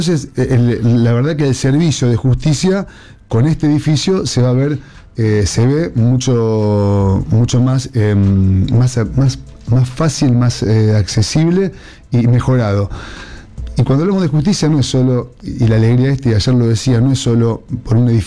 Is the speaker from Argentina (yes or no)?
yes; Casilda, Santa Fe, Argentina; somos de Casilda